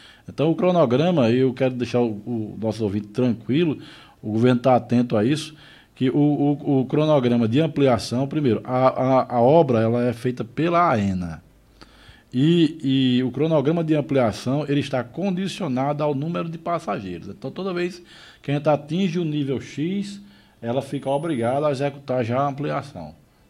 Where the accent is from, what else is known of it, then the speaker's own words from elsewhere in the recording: Ceará, Brazil; moved away; quando eu era criança, lá no Ceará, eu ficava na a casa do meu pai, na beira da pista, assim, da rodovia